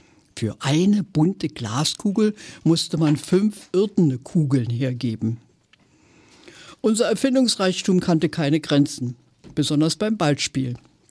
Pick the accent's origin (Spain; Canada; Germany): Germany; Berlin; Ich stamme zum Beispiel aus Berlin, war auch gewissermaßen Frontstadt.